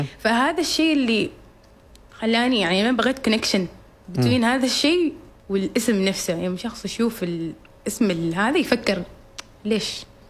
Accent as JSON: {"language": "Arabic", "country": "Oman", "said": "واقعنا إحنا كعمانيين."}